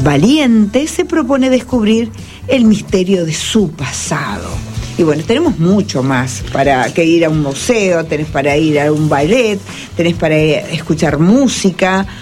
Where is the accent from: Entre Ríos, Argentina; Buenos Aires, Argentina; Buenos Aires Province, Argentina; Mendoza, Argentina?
Mendoza, Argentina; yo nací en finca, soy mendocina, así que cosechar y todo eso de la finca me viene bárbaro